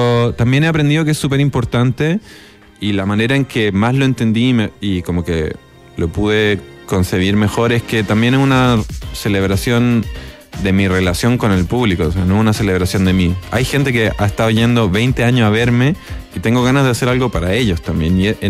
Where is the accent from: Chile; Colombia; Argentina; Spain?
Chile; moved away as an adult; now in United States; mi papá es brasilero y yo crecí como en Chile, obviamente.